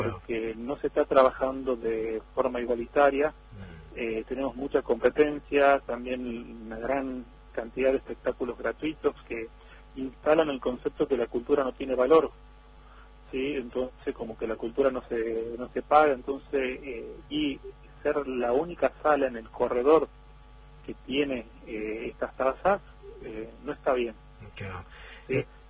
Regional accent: Jujuy, Argentina; yo soy un jujeño

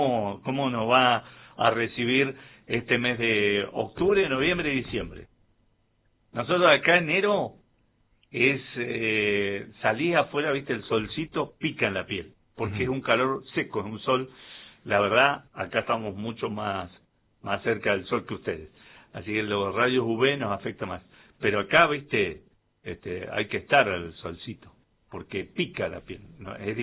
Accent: Argentina; Como somos los argentinos, ¿no? Consumidores fanáticos.

